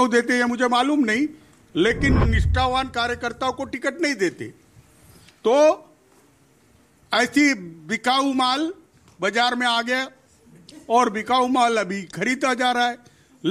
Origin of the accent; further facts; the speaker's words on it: Yavatmal, Maharashtra, India; मैं यवतमाल से आता हूँ